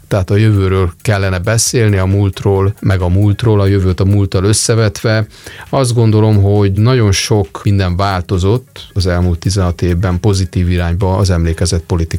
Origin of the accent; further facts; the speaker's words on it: Budapest, Hungary; moved away